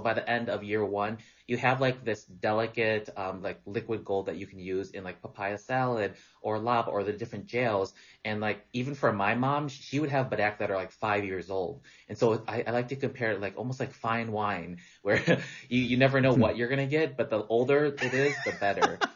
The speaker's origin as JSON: {"language": "English", "region": "Wisconsin", "country": "United States", "tie": "born or raised there"}